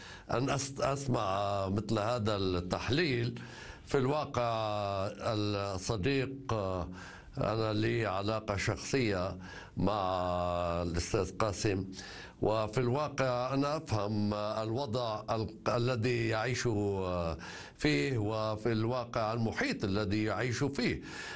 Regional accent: Lebanon; نحن كلبنانيين

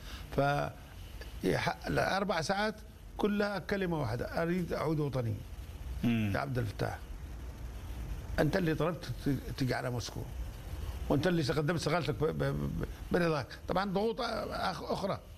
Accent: Aden, Yemen; عندنا في عدن

